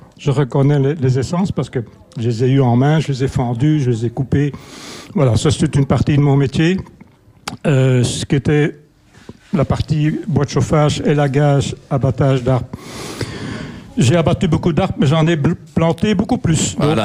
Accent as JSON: {"language": "French", "region": "Flanders", "country": "Belgium", "tie": "born there", "first_language": "French", "moved": "yes", "lives_now": "Brussels, Belgium", "said": "Je suis né en Flandre, mais je suis devenu un Bruxellaire. Voilà, parce que ça fait quand même 45 ans que je vis à Bruxelles."}